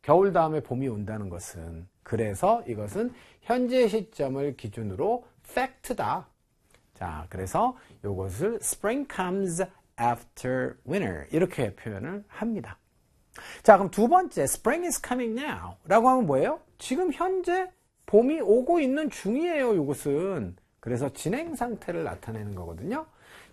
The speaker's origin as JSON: {"language": "Korean", "country": "South Korea", "said": "저는 이제 한국인이에요. 여러분들도 한국인이죠. 그래서 한국말로 해석이 자연스러운 게 물론 좋습니다."}